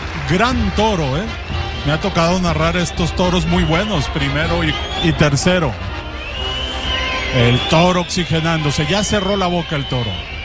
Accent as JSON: {"language": "Spanish", "region": "Aguascalientes", "country": "Mexico", "said": "Y grita así la gente de mi tierra. ¡Que viva Aguascalientes!"}